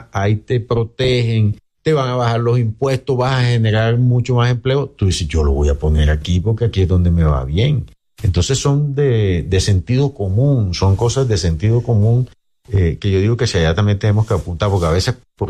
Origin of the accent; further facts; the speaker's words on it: Santa Marta, Magdalena, Colombia; A ver, yo soy samario.